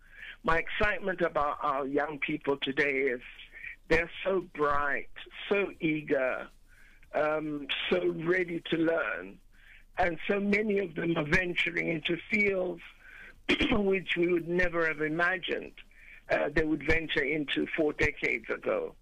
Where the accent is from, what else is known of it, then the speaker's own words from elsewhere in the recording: South Africa; moved away as an adult; also born or lived in London / Botswana; having an awareness of my identity as a South African who was not living at home